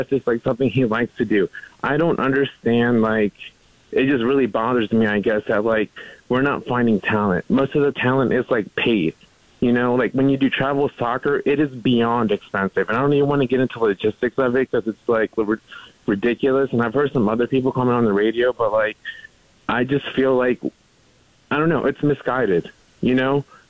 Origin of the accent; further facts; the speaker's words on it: Mexico; now in Fredericksburg, United States; I'm from Mexico.